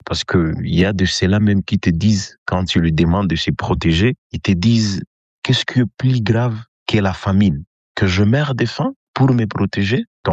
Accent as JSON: {"language": "French", "town": "Goma", "region": "North Kivu", "country": "DR Congo", "said": "je suis de Goma."}